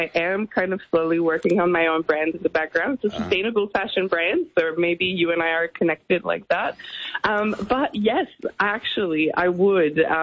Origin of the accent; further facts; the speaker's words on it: Montreal, Quebec, Canada; also born or lived in New York; now in Australia; I'm French Canadian, but I am Aussie now